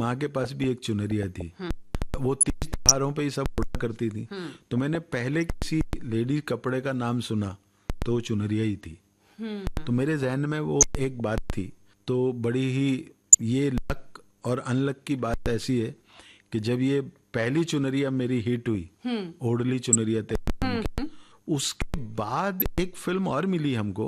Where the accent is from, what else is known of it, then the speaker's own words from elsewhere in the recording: Haryana, India; देखिए, ये मैं हरियाणा का रहने वाला हूँ।